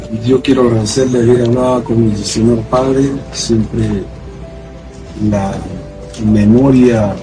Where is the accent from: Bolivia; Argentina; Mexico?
Bolivia; also born or lived in Peru; porque de niño estar en el Perú exiliado, muy niño, y después en esta última instancia retornar al Perú como presidente de Bolivia